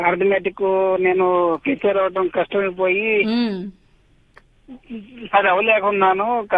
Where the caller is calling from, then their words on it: Guntur, Andhra Pradesh, India; నేను గుంటూరు నుంచి … మాట్లాడుతున్నాను.